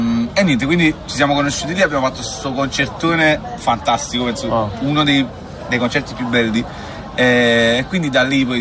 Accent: Somma Vesuviana, Campania, Italy; Io sono di Somma Vesuviana.

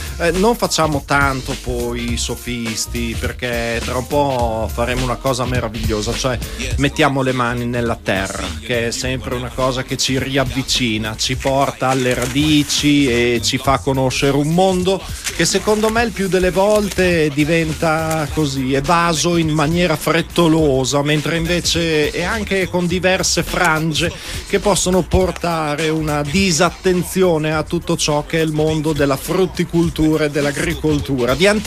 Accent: Russia; Italian is a second language; anche per me che sono russa, le sue poesie è veramente difficile.

